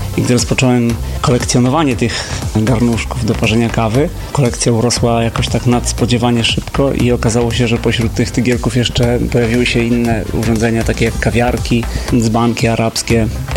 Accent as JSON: {"language": "Polish", "region": "Lublin Voivodeship", "country": "Poland", "accent": "eastern sing-song (wschodni zaśpiew)", "moved": "as an adult", "lives_now": "Kraków, Poland", "said": "Pewnie Państwo przy głośnikach radioodbiorników poznają mnie, że ja nie jestem Krakusem, bo mam taki troszeczkę wschodni zaśpiew. Jesteśmy z Lubelszczyzny z synem. Przyjechaliśmy tutaj jeszcze zza Lublina."}